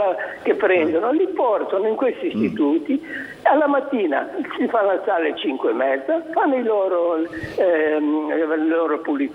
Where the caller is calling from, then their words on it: Genoa, Liguria, Italy; Genova, io sono genovese